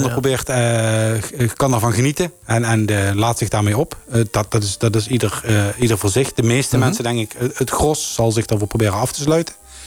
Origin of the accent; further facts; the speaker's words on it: Netherlands